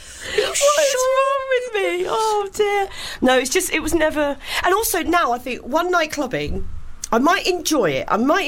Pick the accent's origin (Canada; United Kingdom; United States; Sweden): United Kingdom; Maidstone, South East England; Well, a bit of a slag, but I'm from Maidstone, not that much of a slag.